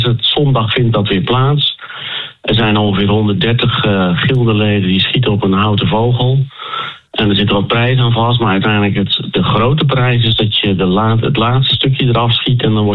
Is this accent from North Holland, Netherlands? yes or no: no; Soest, Utrecht, Netherlands; ik ben een tijdje uit Soest weg geweest, maar nu ben ik weer Soester.